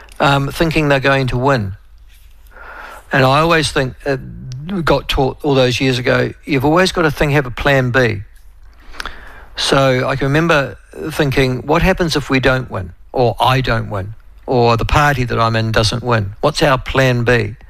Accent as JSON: {"language": "English", "country": "New Zealand", "said": "It's the day I feel positive about being a New Zealander. It's the day I affirm that I am one."}